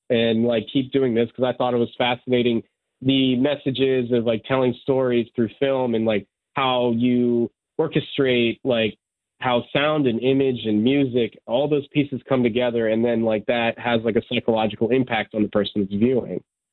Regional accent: United States; first language Serbian; English is a second language; I grew up here in the United States, you know, I knew I was like Serbian and like, I guess I was like the foreign kid in a way

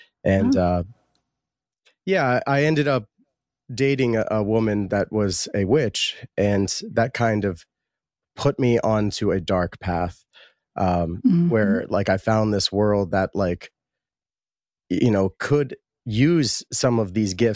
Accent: Harrisburg, Pennsylvania, United States; born there; I was born in Harrisburg, and I was raised a Methodist. And I was baptized that way when I was about 6 months old.

